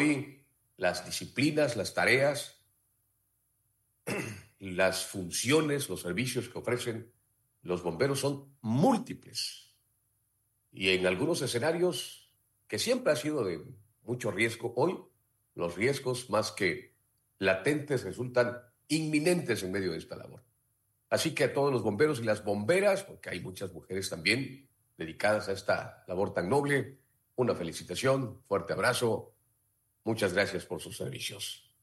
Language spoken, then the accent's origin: Spanish; Mexico